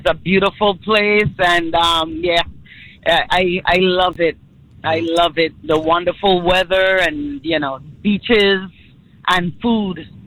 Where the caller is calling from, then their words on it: St. Thomas, U.S. Virgin Islands; Yes, I'm from St. Thomas.